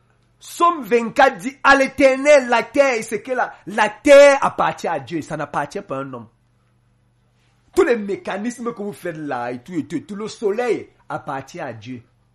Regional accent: Cameroon; Il y a un adage chez nous en Bassa qui dit « Mama gwele bondi burba yidjam ».

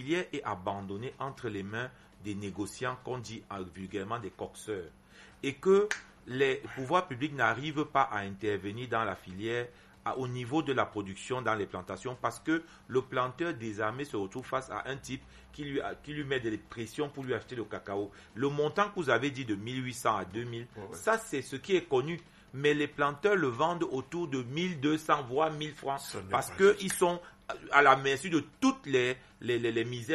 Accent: Cameroon

